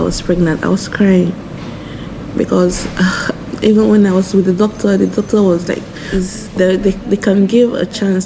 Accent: Nigeria; moved away as an adult; now in Ireland; The way we grew up in Nigeria

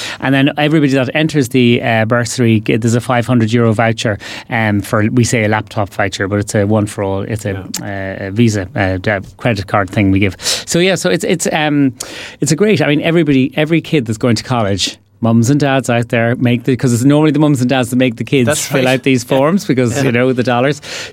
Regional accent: Ireland; I'm from Louth.

